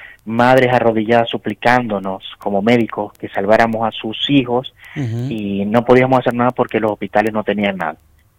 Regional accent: Venezuela; moved away as an adult; also born or lived in Peru; now in Patagonia, Argentina; Soy venezolano.

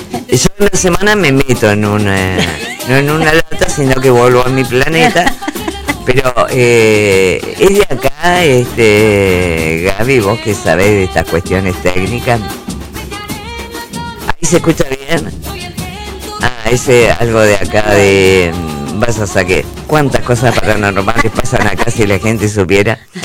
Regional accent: Argentina; ¿Cómo somos los argentinos?

